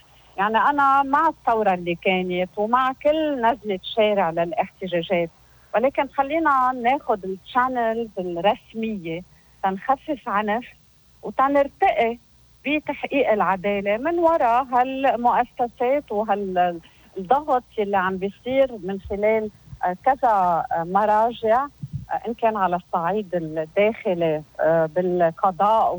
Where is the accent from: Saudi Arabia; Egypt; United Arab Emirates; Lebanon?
Lebanon; نحن كمواطنين لبنانيين